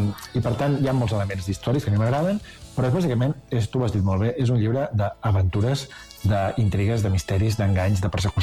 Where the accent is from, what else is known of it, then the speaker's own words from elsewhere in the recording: Catalonia, Spain; jo soc català